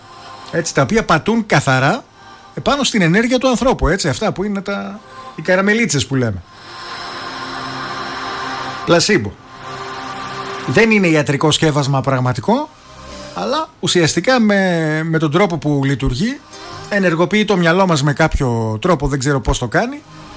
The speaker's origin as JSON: {"language": "Greek", "country": "Greece", "said": "Ως Έλληνες είμαστε αρκετά έτσι."}